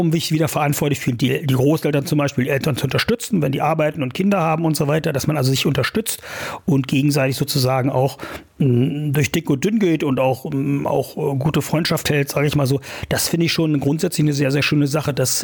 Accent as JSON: {"language": "German", "region": "Saxony-Anhalt", "country": "Germany", "tie": "born or raised there", "said": "Ich bin ja in Altmark geboren und groß geworden. Ich hatte eine wunderschöne Kindheit und Jugend."}